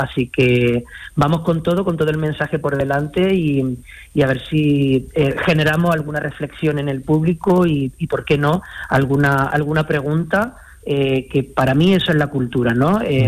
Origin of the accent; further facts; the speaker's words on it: Granada, Andalusia, Spain; also born or lived in Madrid; bueno, pues yo he estado 27 años haciendo cultura y carrera en Madrid. Desde hace 4 años decidí volver a mi tierra. Así que tiene algo de regreso al territorio y me hace mucha ilusión porque, bueno, pues no solamente compartirlo con el público granadino